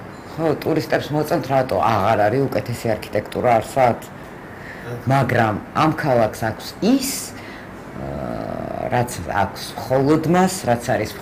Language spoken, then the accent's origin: Georgian; Tbilisi, Georgia; born there; ძალიან გამიმართლა რომ დავიბადე ამ ქალაქში